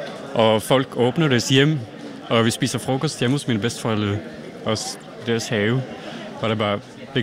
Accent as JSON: {"language": "Danish", "country": "Norway", "said": "Og det er også fordi, jeg er kommet selv fra Norge."}